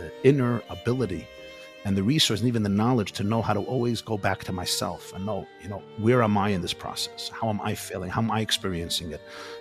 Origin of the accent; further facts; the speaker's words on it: New York City, New York, United States; And I was actually born there. So I was physically born and bred in the Crown Heights section of Brooklyn. Both of my parents were refugees from the communist Russian Soviet Empire, where their families lived for generations.